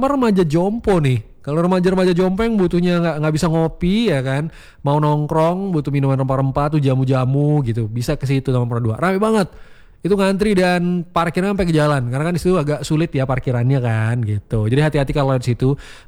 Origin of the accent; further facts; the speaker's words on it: Batam, Riau Islands, Indonesia; Orang Batam, gede di Batam cuman gak tahu nomor kok apa gitu, pokoknya tahu daerah segitu doang.